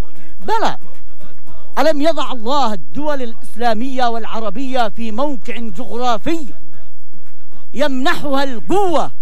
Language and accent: Arabic; Yemen; تخيلوا مضيق عندنا في اليمن